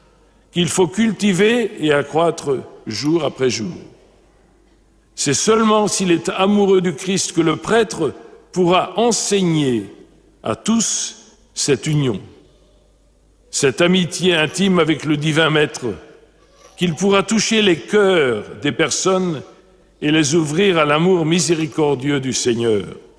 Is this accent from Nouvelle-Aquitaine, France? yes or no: no; Brittany, France; moi je suis breton